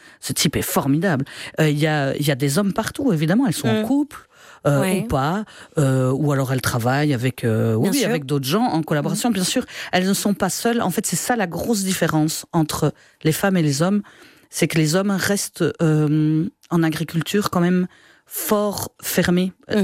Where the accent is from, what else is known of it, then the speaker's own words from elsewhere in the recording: Luxembourg, Belgium; on part de la province du Luxembourg, je fais des études à Louvain-la-Neuve, faut que j'enlève mon accent.